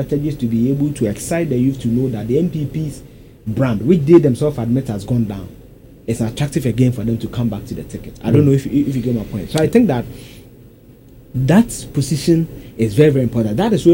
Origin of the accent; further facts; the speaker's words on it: Koforidua, Eastern Region, Ghana; I grew up in Koforidua.